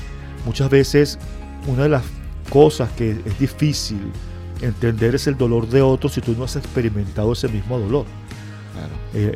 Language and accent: Spanish; Venezuela